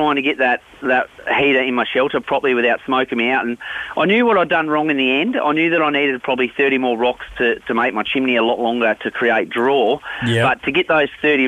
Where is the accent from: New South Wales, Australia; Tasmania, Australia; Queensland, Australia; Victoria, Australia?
Tasmania, Australia; which I did, growing up in Tassie and fishing all around the Highland Lakes and stuff for trout.